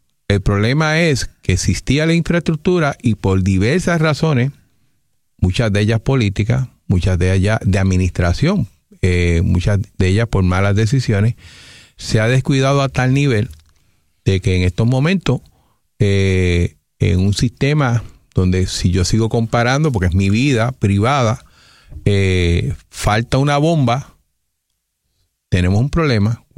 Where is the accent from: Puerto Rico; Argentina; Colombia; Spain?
Puerto Rico; yo obviamente soy del área del Valle del Turabo